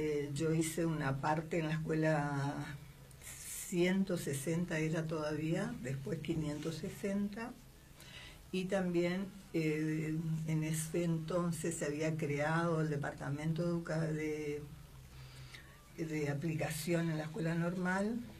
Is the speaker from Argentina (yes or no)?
yes; Gobernador Virasoro, Corrientes, Argentina; also born or lived in Misiones; yo por accidente no nací en Virasoro. Uh-huh. Nací en Misiones, pero me crié en Virasoro.